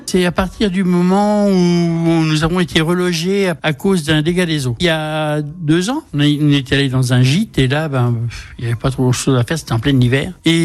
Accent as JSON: {"language": "French", "town": "Huismes", "region": "Centre-Val de Loire", "country": "France", "tie": "born there", "said": "j'ai 68 ans, je suis né à Huim"}